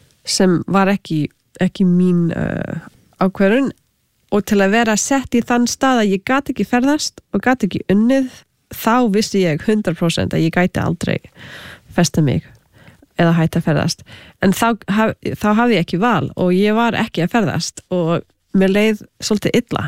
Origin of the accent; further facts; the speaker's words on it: Canada; ég ólst upp í Kanada með hálf indverskri móðu frá Suður Ameríku svo ég var þegar alþjóðlegt barn